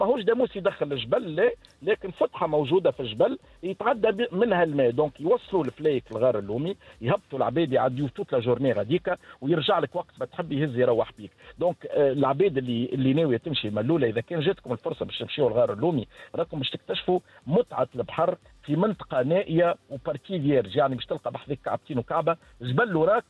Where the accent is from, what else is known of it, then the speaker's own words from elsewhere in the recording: Tunisia; اللي عندنا في تونس